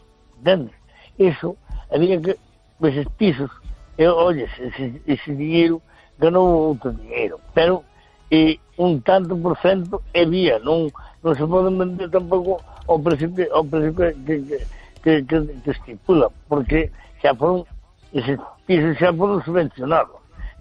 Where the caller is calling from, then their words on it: Portomarín, Galicia, Spain; Un saludo muy cordial aquí de las tierras de Puerto Marín.